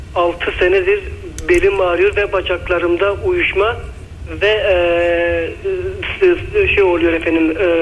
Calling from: France; Fransa'dan arıyorum.

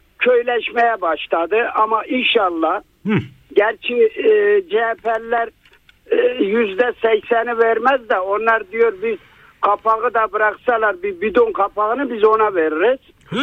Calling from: Izmir, İzmir, Turkey; İzmir'den arıyorum

